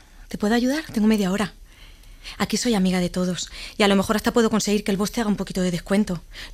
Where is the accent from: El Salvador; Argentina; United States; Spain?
Spain; Es rumano y por eso también hay gente que ahí me conoce como la rumana, aunque yo soy española.